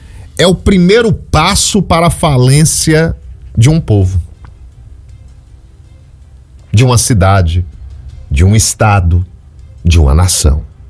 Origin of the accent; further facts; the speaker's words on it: Bahia, Brazil; eu também sou nordestino, sou da Bahia, baiano, catingueiro, né?